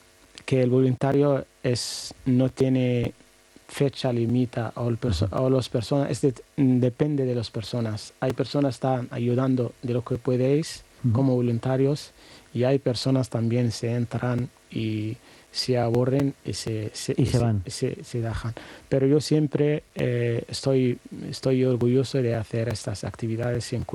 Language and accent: Spanish; Western Sahara; Spanish is a second language; es mi responsabilidad como saharaui y como personas también que ha estudiado y querías que cambiara algo en su país, en los campamentos donde viví miles de personas refugiados